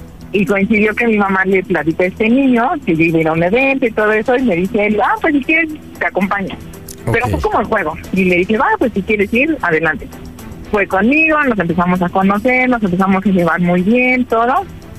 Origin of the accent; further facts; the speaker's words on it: Mexico City, Mexico; now in Mérida, Mexico; Tengo 35 años. Yo soy de la Ciudad de México, pero por cuestión de trabajo.